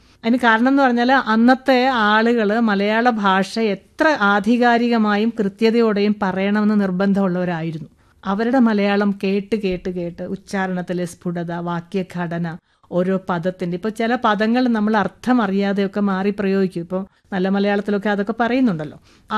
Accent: Pallana, Kerala, India; ഞങ്ങളുടെ നാട്ടിൽ ഈ പല്ലന പാനൂർ ഭാഗത്ത് ആദ്യമായിട്ട് സൈക്കിൾ ചവിട്ടുന്ന ഒരു പെണ്ണ് ഞാനാണ്.

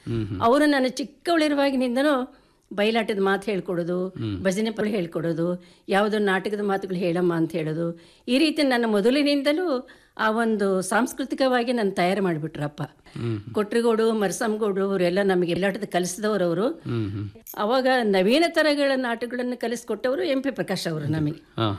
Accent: Devalapura, Karnataka, India; born there; ರಜಾ ದಿನಗಳಲ್ಲಿ ದೇವಲಾಪುರದಲ್ಲಿ ಇದ್ವಿ ನಾವು ಮೊದಲು, ಅಲ್ಲಿ ಖಾಸಗಿ ಶಾಲೆಯಲ್ಲಿ ಓದಿದೆ. ಅಲ್ಲಿ ಏನು ನಾನು ಕಲ್ತಿದ್ದೀನಿ ಅಂತ ತಿಳ್ಕೊಂಡು ನಮ್ಮ ಮರಿಯಮ್ನಹಳ್ಳಿಗೆ ಬಂದಾಗ ಗೌರ್ಮೆಂಟ್ ಶಾಲೆಗೆ ಹೋದೆ ನಾನು

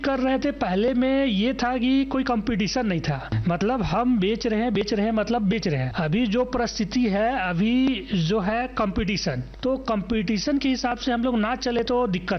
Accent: Jharkhand, India; मैं कांके प्रखंड के नेवरी विकास गाँव के रहने वाला हूँ।

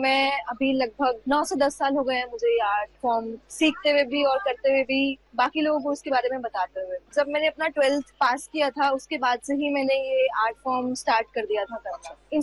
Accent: Bhadopur, Haryana, India; और मैं भादोपुर हरियाणा से आई हूँ।

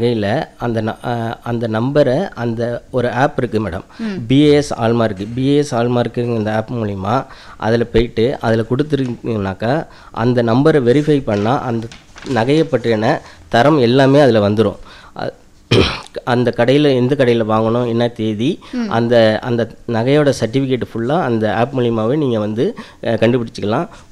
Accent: Thirupattinam, Tamil Nadu, India

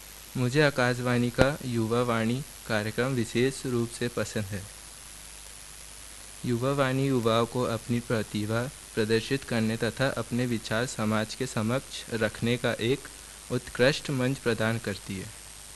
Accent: Chhindwara district, Madhya Pradesh, India; मैं मध्य प्रदेश के छिंदवाड़ा जिले का निवासी हूँ तथा शासकीय और प्रशिक्षण संस्थान छिंदवाड़ा में डीजल मैकेनिक ट्रेड का छात्र हूँ।

